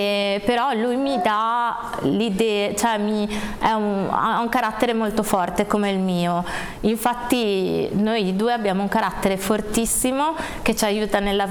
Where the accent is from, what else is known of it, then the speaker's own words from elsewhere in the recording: Genoa, Liguria, Italy; E quindi infatti io sono di Genova, quindi ho la fortuna di avere il Gaslini a due passi